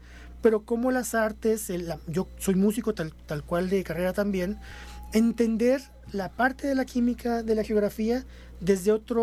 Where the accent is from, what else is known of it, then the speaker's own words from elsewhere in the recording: Culiacán, Sinaloa, Mexico; born there; moved away as an adult; also born or lived in Washington / Houston; Yo nací en Culiacán.